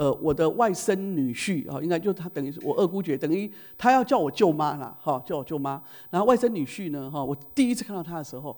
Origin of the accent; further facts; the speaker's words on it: Taiwan; 你知道我们台湾人哦，超级热心，对不对？